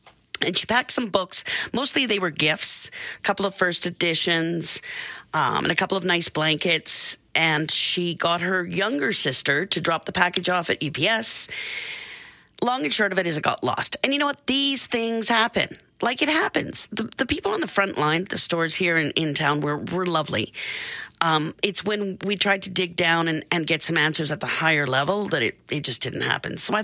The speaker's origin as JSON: {"language": "English", "country": "Canada", "said": "I'm just a Canadian girl."}